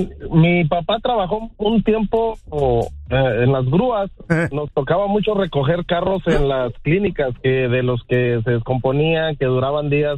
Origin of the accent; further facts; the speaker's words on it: Venezuela; Mira, fíjate que soy venezolano, pero no dejo de escuchar la radio con ustedes todo el tiempo.